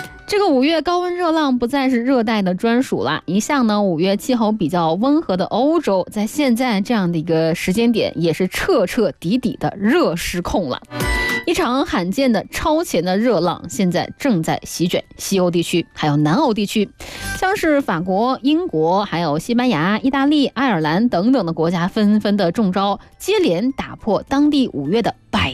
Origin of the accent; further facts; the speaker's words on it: Guangdong, China; 咱们广东人就不喜欢那种太热的水